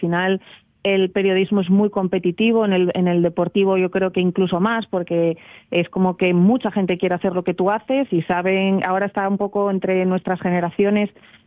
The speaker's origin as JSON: {"language": "Spanish", "region": "Asturias", "country": "Spain", "said": "vengo de Asturias"}